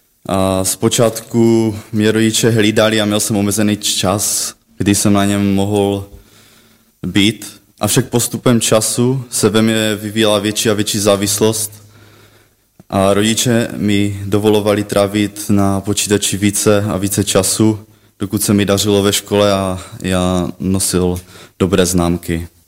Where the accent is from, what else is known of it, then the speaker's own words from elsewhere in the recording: Ostrava, Moravian-Silesian Region, Czechia; born there; narodil jsem se v Ostravě do rodiny, kde oba rodiče byli nevěřící a o Bohu se v rodině vůbec nemluvilo